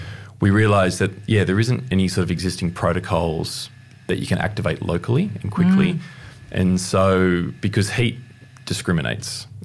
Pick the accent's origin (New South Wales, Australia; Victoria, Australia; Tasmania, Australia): New South Wales, Australia; Blue Mountains; So I grew up in the Blue Mountains for a period as well